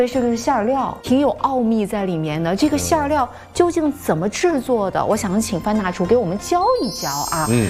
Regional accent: northern China, China; 作为一个北方人

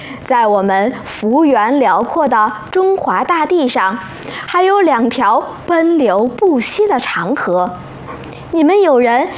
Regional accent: China; 我们是中国人，我们都很爱自己的祖国。

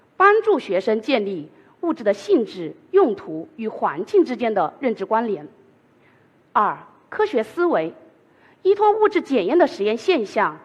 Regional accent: Yichang, Hubei, China; 我是来自湖北宜昌的初中化学老师。

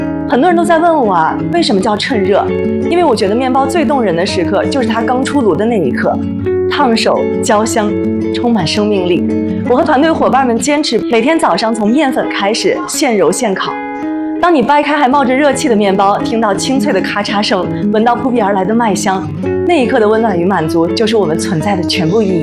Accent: Urumqi, Xinjiang, China; 从上海考察回来，我把这份念想种在了我的家乡乌鲁木齐。

